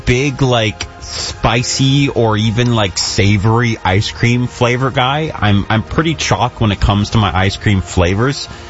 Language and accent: English; Toronto, Ontario, Canada; This fast food restaurant was a massive part of my childhood growing up in Toronto. And there was one down in the beaches where I'm from on Queen Street.